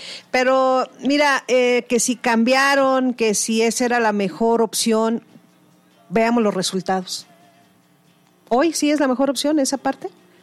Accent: San Luis Potosí, Mexico

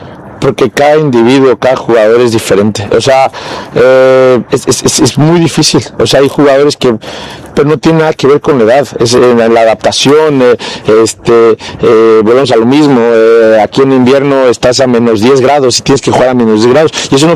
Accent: Mexico; moved away as an adult; now in Hungary; como mexicano siempre da ilusión de representar a mi país en un mundial.

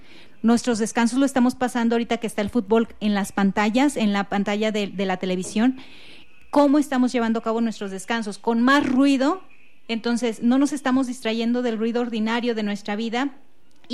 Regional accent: Mexico; estamos celebrando nosotros como mexicanos 100 años de la persecución religiosa en México.

